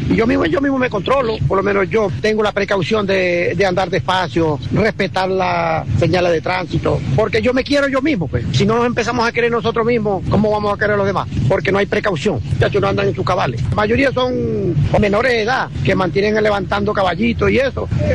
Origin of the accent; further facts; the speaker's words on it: El Tukuko, Zulia, Venezuela; soy del Tocuco. Me dedico aquí a trabajar mototaxi.